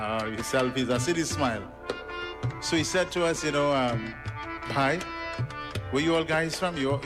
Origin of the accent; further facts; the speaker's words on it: Trinidad, Trinidad & Tobago; You know, in Trinidad, we love cricket, yeah?